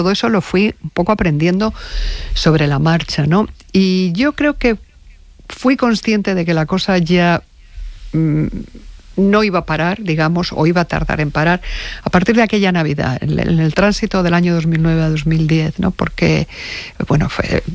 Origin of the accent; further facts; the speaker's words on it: Spain; Nosotros, que somos los españoles muy malos aprendices de inglés